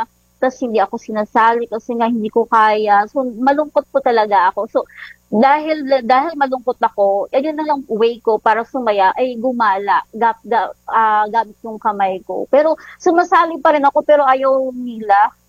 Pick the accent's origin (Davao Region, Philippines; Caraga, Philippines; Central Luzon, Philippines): Caraga, Philippines; Kasi, una-una, kasi … tubong Surigao del Norte. Doon po ako pinanganak. Nag-aral po ako ng elementarya doon.